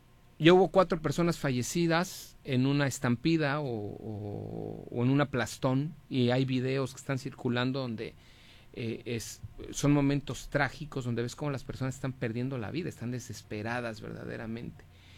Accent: Mexico; soy mexicano

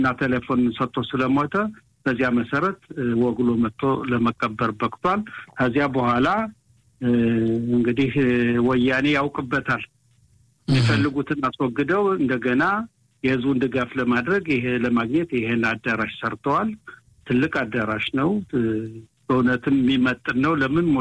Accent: Wuzaba, Amhara, Ethiopia; አንደኛ ውዛባ የሚባል ቀበሌ አብረን ነው ያደግነው።

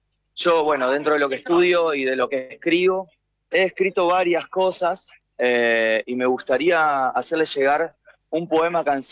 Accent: Buenos Aires, Argentina; accent: Argentine Rioplatense Spanish; now in Spain; Hablo menos húngaro que cuando vine. Hablaba y hablo español argentino rioplatense. Y acá, fuera de broma, aprendí el español de España también

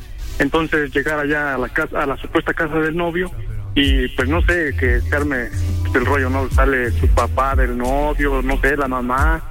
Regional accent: Puebla, Mexico; now in Mexico City, Mexico; Bueno, somos de Puebla, entonces vivimos en México y ella se vino apenas para acá.

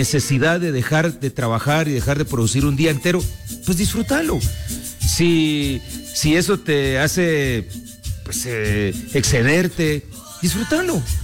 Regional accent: Guatemala

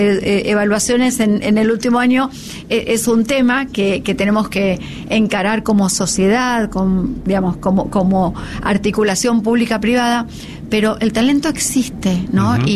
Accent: Argentina

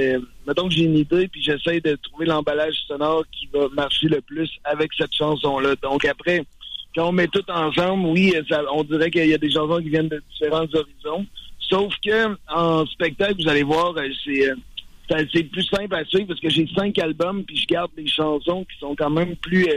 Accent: Quebec City, Quebec, Canada; Moi, je viens de Québec, là, fait que je jouais à Lévis sur le bord du fleuve.

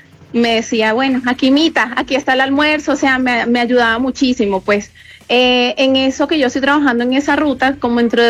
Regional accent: Venezuela; now in Manizales, Colombia; Porque yo soy de Venezuela

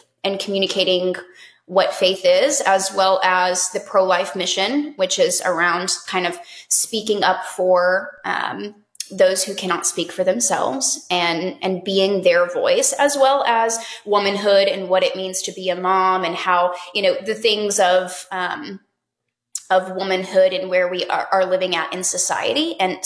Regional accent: Texas, United States; now in Alabama, United States; Yes, I was born and raised in Texas. I am now in Alabama.

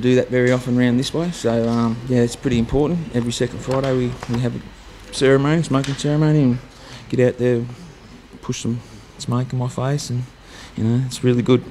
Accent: Bendigo, Victoria, Australia; I'm from Bendigo, but my dad's mob is Biggenbull, from west of Toowoomba there. And I've practically grown up down here with my mother.

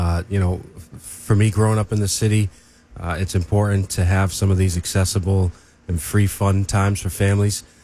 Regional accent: Worcester, Massachusetts, United States; Born and raised in Worcester.

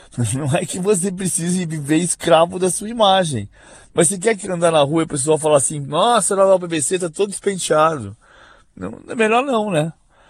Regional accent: São Paulo, Brazil; É, eu falo Vasco porque eu sou paulista.

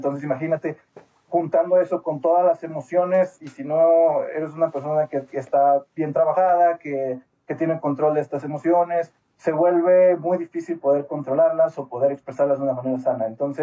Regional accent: Mexico; creo que como mexicanos nos caracterizamos por expresar estas emoc

